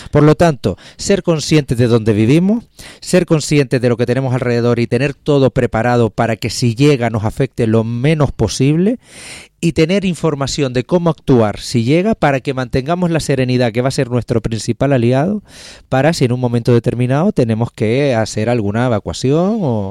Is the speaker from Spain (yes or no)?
yes; Canary Islands, Spain; Yo, como español y canario